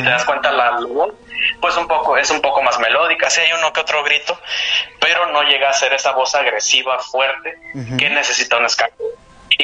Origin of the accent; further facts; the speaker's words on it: La Paz, Baja California Sur, Mexico; somos de La Paz, acá Baja California